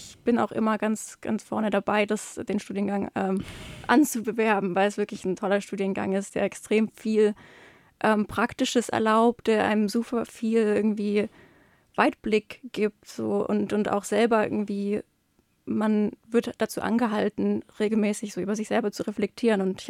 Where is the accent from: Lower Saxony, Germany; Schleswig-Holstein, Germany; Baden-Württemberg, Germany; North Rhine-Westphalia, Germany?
Baden-Württemberg, Germany; Tübingen; also born or lived in Kirchberg an der Jagst; ich bin 24 Jahre alt und ich komme aus der Region Tübingen tatsächlich.